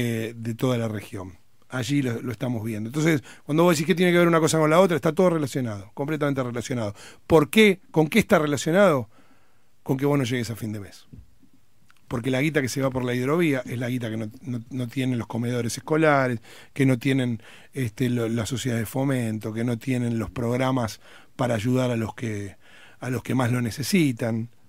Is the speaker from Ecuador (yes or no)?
no; Argentina